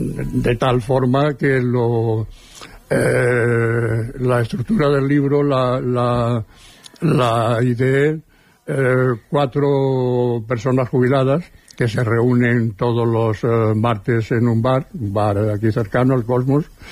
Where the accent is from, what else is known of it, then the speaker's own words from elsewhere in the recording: Seville, Andalusia, Spain; now in Barcelona, Spain; lo mismo que nosotros, pero cuando vinimos de Sevilla.